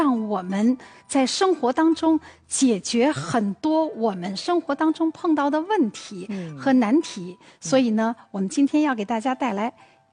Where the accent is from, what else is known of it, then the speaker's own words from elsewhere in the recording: Zhejiang, China; 小时候因为我是在浙江南方长大，栀子花呢在我的老家，这个在院前屋后，可能每家都会种的有那么一颗两颗的这个栀子花